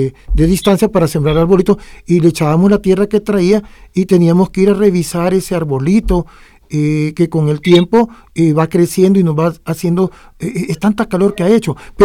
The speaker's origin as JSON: {"language": "Spanish", "town": "Tegucigalpa", "region": "Francisco Morazán", "country": "Honduras", "tie": "born there"}